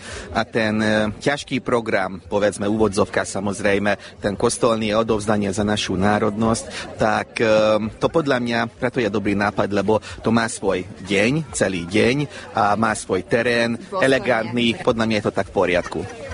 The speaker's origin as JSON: {"language": "Slovak", "town": "Békéscsaba", "region": "Békés", "country": "Hungary", "said": "35 sme prišli z Bekešskej Čaby a z Čorváša. A aj vystupujúci prišli z čabianského regióna a to boli Telegerenda Šania, takže vo väčšom počte sme reprezentovali čabianský región."}